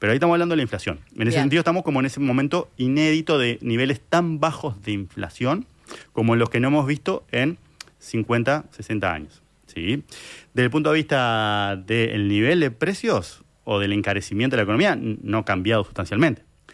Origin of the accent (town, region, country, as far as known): Uruguay